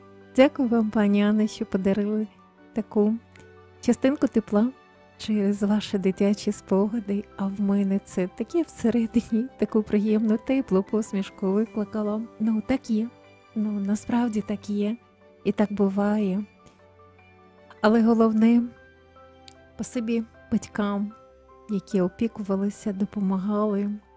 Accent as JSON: {"language": "Ukrainian", "region": "Kyiv", "country": "Ukraine", "tie": "born or raised there", "said": "дідусі, бабусі, бабусечки, прабабусечка, одна точно знаю, жили в Києві, я народилася в Києві."}